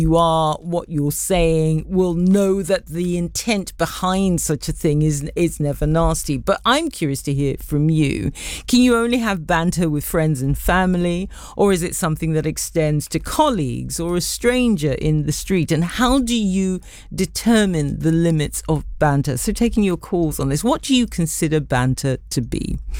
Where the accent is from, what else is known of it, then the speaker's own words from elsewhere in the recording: United Kingdom; as British people